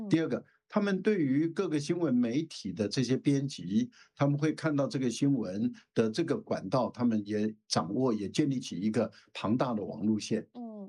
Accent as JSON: {"language": "Chinese", "country": "Taiwan", "said": "我们台湾人"}